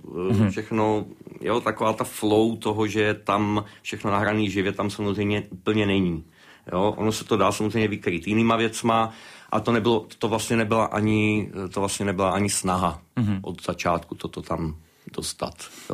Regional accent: Heřmanův Městec, Pardubice Region, Czechia; born there; moved away; ve východních Čechách, kde máme oba dva vlastně původní rodiště. Já jsem z Chrudimi, vlastně z Hezmanova městce.

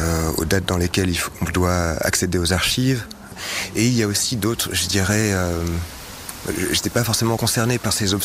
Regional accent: Bordeaux, Nouvelle-Aquitaine, France; born there; Alors, la première fois que j'ai eu un cours de tchèque, c'était dans ma ville natale à Bordeaux.

